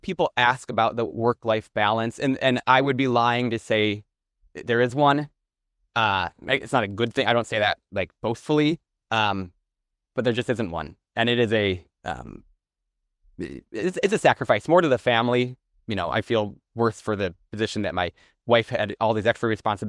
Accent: Midwest, United States; as a Midwesterner

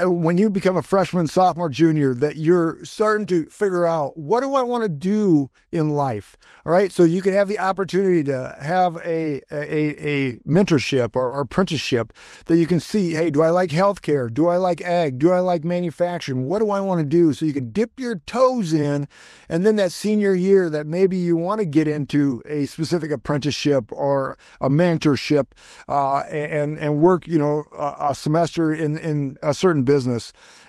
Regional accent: Iowa, United States; I'm born and raised in Northwest Iowa. I lived here all my life, lived in the same town, went to the same church all my life.

